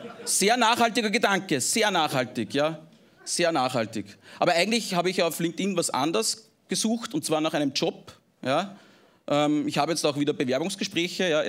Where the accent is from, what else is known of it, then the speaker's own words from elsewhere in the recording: Engerwitzdorf, Upper Austria, Austria; Ja, ich komme aus Oberösterreich, das liegt in Österreich, aus der Region des Mühlviertels. Das Dorf heißt Engerwitzdorf, ist sehr klein